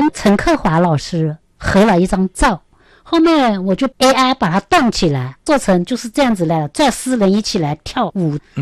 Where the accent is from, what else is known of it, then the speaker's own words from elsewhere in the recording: Wuning, Jiangxi, China; now in Taiwan; 有，我有写到我的家乡，我的家乡就是江西省武宁县关宁乡，是一个小小的地方